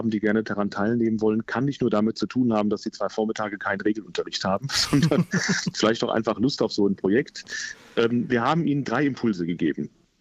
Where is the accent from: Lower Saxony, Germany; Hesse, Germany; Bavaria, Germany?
Hesse, Germany; Limburg an der Lahn; moved away; mein Vater, der auch gebürtiger Limburger ist, genauso wie ich